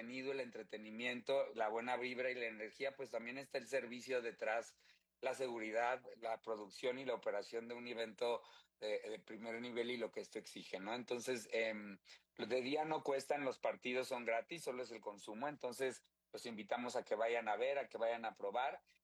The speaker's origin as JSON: {"language": "Spanish", "country": "Mexico", "said": "como los mexicanos lo sabemos hacer"}